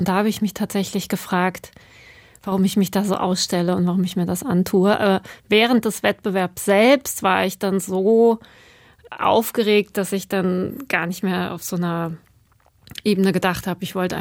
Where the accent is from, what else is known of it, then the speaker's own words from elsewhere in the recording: Cologne, North Rhine-Westphalia, Germany; also born or lived in Iran; ich bin in Köln aufgewachsen und da zur Schule gegangen.